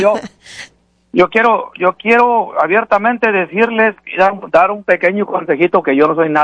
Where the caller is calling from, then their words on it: Federal Way, Washington, United States; de Federal Way.